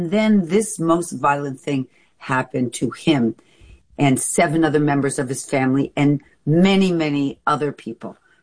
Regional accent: United States; I'm an American.

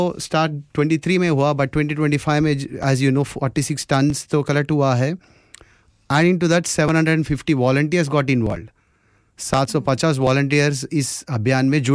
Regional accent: South India, India; Hindi is a second language; Obviously apologies for my Hindi as well, क्योंकि आपको सबको पता है कि मैं साउथ से बिलोंग करता हूँ।

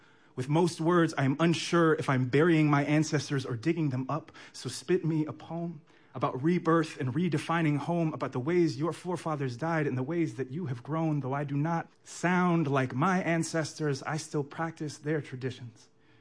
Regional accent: Hawaii, United States; I'm of Samoan descent. I was born and raised in Hawaii, and he's Hawaiian.

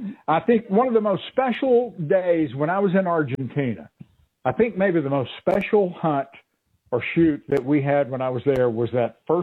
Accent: Texas, United States; you and I are both Texas boys. We grew up here in Texas hunting doves

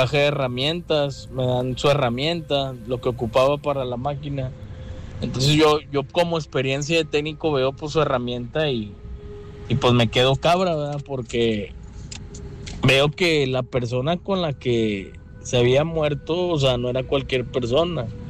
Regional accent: Guadalupe, Nuevo León, Mexico; Yo soy del municipio de Guadalupe, Nuevo León.

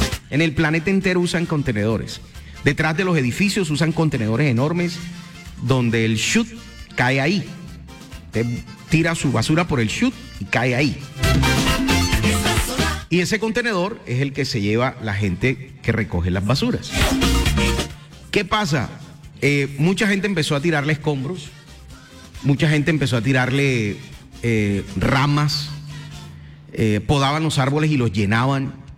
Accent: Santa Marta, Magdalena, Colombia; Y tú quieres Santa Marta por las playas, por la Sierra Nevada, por... Es que es mi tierra, es más bonita que Cartagena.

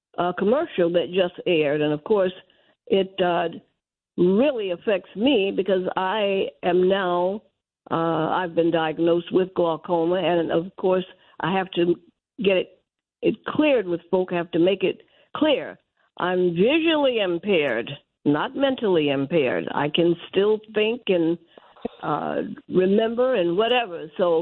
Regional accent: Florence, United States; I'm from Florence

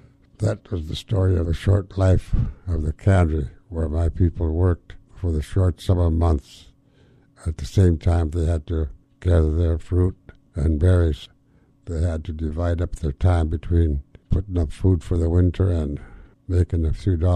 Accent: Yakutat, Alaska, United States; born there; I was born in Dry Bay, about 65 miles below Yakutat. Yakutat being the nearest post office, of course, I have to say I was born in Yakutat. But Dry Bay is just off the foothills of Mount Fairweather

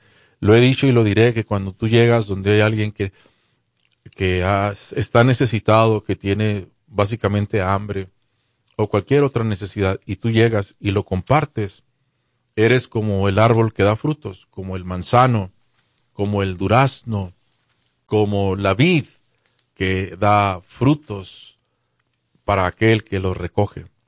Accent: Chihuahua, Mexico; en Chihuahua, pues yo soy chihuahuense

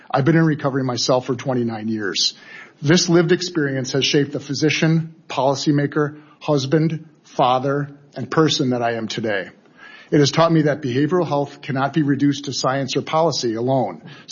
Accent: Wisconsin, United States; Senator Baldwin from my home state of Wisconsin

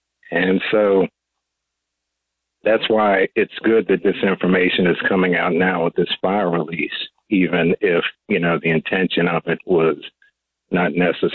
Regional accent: Washington, District of Columbia, United States; I grew up in the Washington, D.C. area.

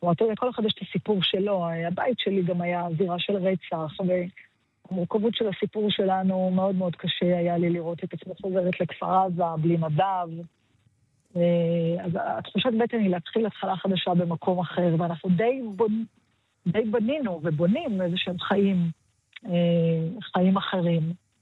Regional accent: Southern District, Israel; moved away as an adult; הדרום והעוטף, שם נולדתי, גדלתי, כמה משפחה

